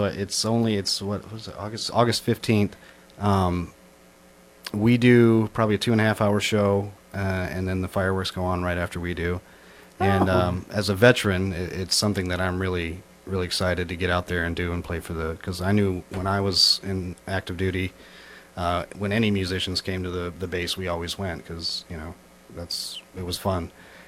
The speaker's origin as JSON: {"language": "English", "town": "Cocoa", "region": "Florida", "country": "United States", "tie": "born or raised there", "moved": "yes", "lives_now": "Northern Michigan, United States", "said": "I'm originally from Cocoa, Florida, and I moved up here. I've been here over 20 years now, so I guess you could say I'm a local at this point. But yeah, I grew up in Florida."}